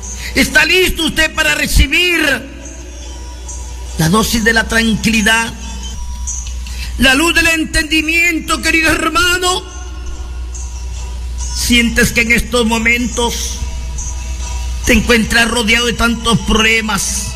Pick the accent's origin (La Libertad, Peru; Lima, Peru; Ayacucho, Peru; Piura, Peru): Piura, Peru; Huancabamba; que vengo directamente de la Guaringa de Huancabamba, provincia de Piura, Perú